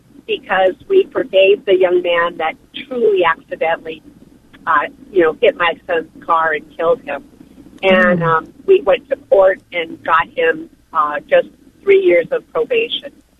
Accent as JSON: {"language": "English", "town": "Tucson", "region": "Arizona", "country": "United States", "tie": "born or raised there", "said": "born and raised in Tucson, Arizona"}